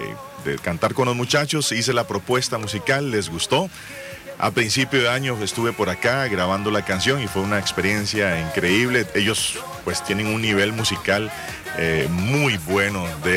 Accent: Costa Rica; es un placer estar desde Costa Rica acá en El Salvador

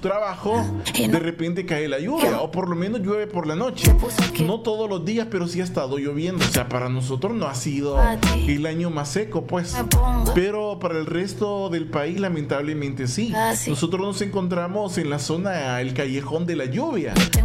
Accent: Santa Ana, El Salvador; nosotros que somos de Santa Ana

